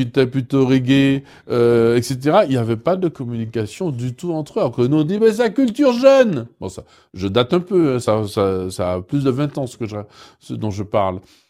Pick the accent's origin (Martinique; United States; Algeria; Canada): Martinique; Et tu dis, je suis de la France, de la Martinique.